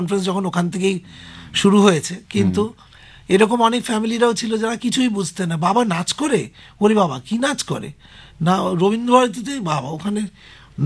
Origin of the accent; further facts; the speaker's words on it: Kolkata, West Bengal, India; আমরা তো গড়িয়াতে মানুষ, আশেপাশে সব বন্ধুরা ওখানকার ছেলে মেয়ে